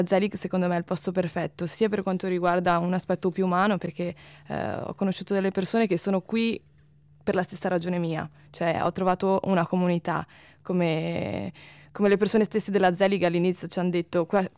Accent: Veneto, Italy; Io vengo da un paese vicino a Venezia e non ero mai stata a Bolzano

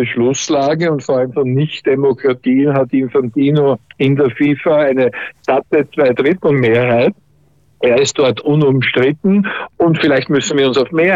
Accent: Austria; Einerseits als Österreicher auf die Spiele der Österreicher und zweitens bin ich Spanien-Fan

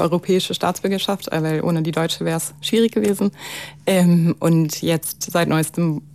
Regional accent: Germany; moved away; Also ich sag oft, wenn ich hier bin, ich komme aus Deutschland und das war's.

